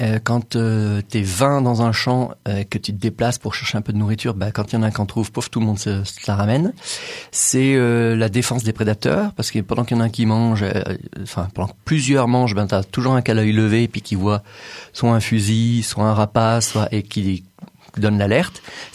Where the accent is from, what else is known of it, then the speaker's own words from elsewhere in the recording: France; chez nous en France